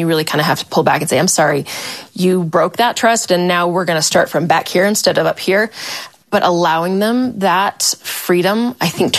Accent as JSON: {"language": "English", "region": "Utah", "country": "United States", "tie": "born or raised there", "said": "Granted, I grew up in Utah Valley."}